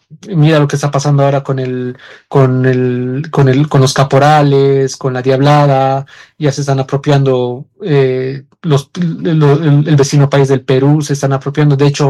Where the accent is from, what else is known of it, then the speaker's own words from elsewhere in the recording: Bolivia; now in Colombia; yo como boliviano